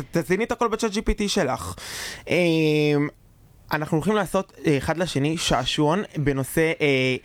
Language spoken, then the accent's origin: Hebrew; Haifa District, Israel; אני גדלתי פה